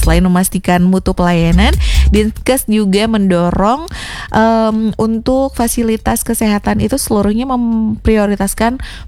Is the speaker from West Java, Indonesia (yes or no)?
no; West Nusa Tenggara, Indonesia; kita adalah warga Nusa Tenggara Barat